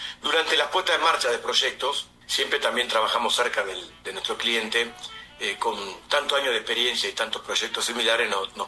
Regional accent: Argentina; siendo argentino y en 20 años de esta disciplina

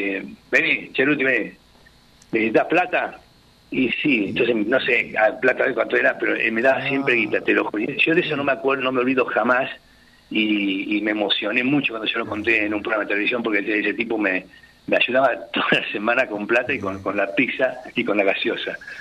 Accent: Cañuelas, Buenos Aires Province, Argentina; yo soy de Cañuelas

